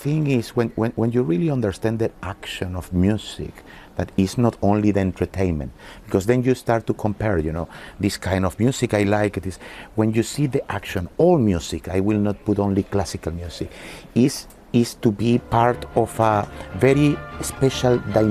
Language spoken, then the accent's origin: English; Barquisimeto, Lara, Venezuela; in my hometown, Barquisimeto.